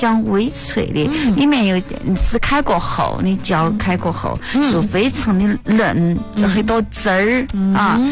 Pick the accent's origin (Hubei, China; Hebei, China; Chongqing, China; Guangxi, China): Chongqing, China; 我们重庆人比较喜欢说的摆的那种哈。